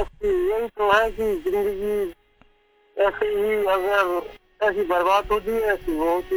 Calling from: Uttar Pradesh, India

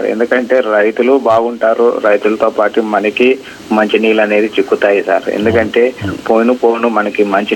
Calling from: Anantapur district, Andhra Pradesh, India; నాది అనంతపురం జిల్లా సినికేత్ నగర్ నుంచి మాట్లాడుతున్నాను

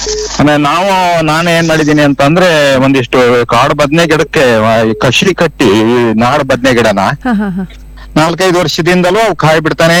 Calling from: Shivamogga, Karnataka, India; ತಾಲೂಕು ಜಿಲ್ಲೆ ನಮ್ಮೂರ ಆಯ್ತಲ್ಲ, ಶಿವಮೊಗ್ಗ

